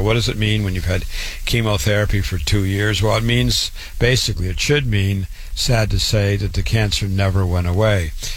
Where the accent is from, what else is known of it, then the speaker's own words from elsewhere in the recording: Waterloo, Iowa, United States; born and raised in Waterloo, Iowa. Went to public school, university, MD at 25